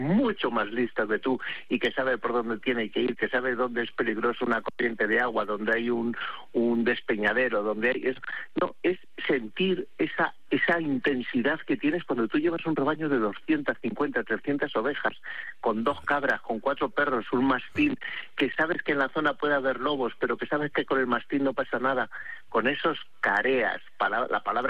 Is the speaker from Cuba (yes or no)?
no; Castile and León, Spain; Pero bueno, ¿cómo no lo voy a conocer si es mi tierra? Si es que yo me crié tirando cantos a los del pueblo de arriba, a los de Navasequilla, y los de la Lastra me tiraban cantos a mí